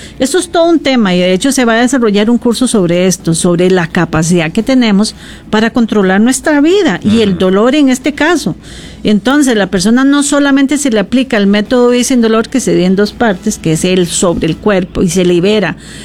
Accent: Costa Rica

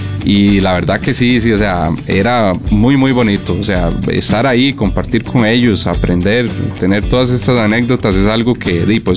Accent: Pérez Zeledón, San José, Costa Rica; Recuerden que nosotros somos de Pérez Celedón, de la zona sur.

